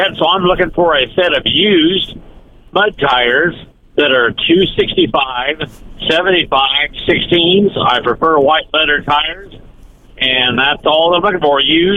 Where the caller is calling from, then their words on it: Keosauqua, Iowa, United States; I'm calling from the Keosauqua, Iowa area.